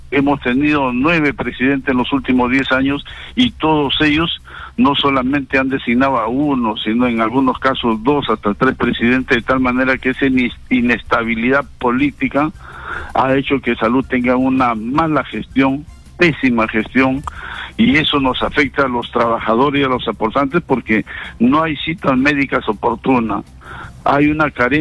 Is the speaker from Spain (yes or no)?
no; Peru; como todo peruano democrático, tenemos que reconocer esa victoria